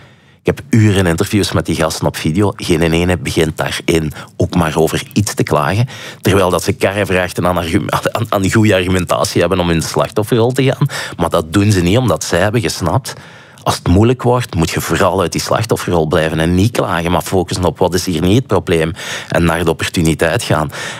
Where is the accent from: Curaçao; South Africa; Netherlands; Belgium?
Belgium; Flanders; Ik zeg, soy de Belgica. En hij zegt, ah, een Belg. En toen zegt Francofen of Flamenco, Vlaming of Waal. En ik zeg, ja, soy Flamenco.